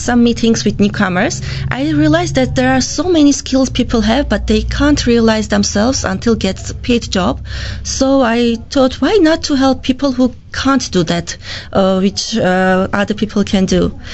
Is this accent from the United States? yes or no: no; Armenia; moved away as an adult; now in Canada; I'm from Armenia and I'm in Canada about a year. So yeah, we moved with my family, with my husband and son.